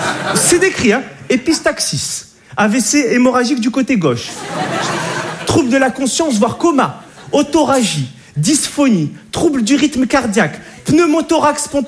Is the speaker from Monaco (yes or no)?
yes; Monte Carlo, Monaco; Et je suis de Monaco, Monte Carlo. Voilà. Le rocher, le prince, les princesses, hein, le Grand Prix de Monaco, les Arabes. Non, je suis l'arabe de Monaco.